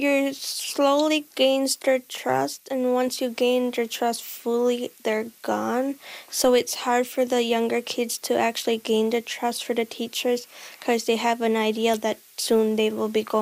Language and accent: English; Hopedale, Newfoundland and Labrador, Canada; I'm from Hopedale, Labrador.